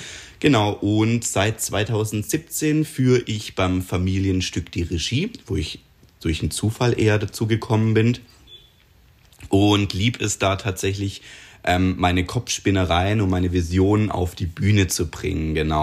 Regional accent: Triberg, Baden-Württemberg, Germany; konnte erste Erfahrungen sammeln bei den Schwarzwalder Musicals in Triberg, in meiner Heimatstadt, die ja tatsächlich überregional bekannt waren

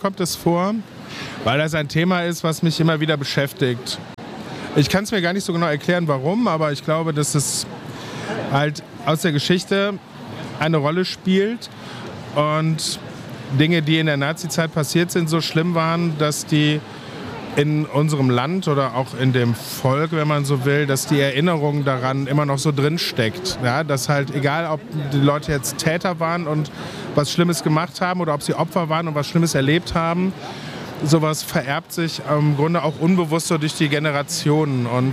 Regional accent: Leverkusen, North Rhine-Westphalia, Germany

